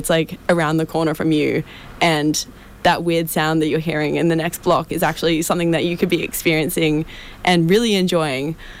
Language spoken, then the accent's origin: English; Brisbane, Queensland, Australia; moved away as an adult; now in Sydney, Australia; growing up in Brisbane, we have Fortitude Valley